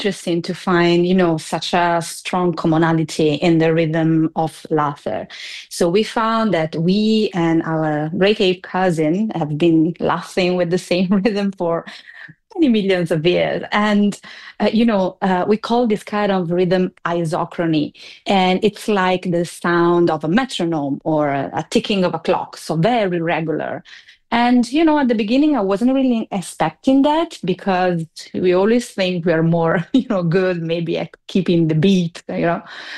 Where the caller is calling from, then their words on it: Italy; At this moment, I'm speaking from Italy.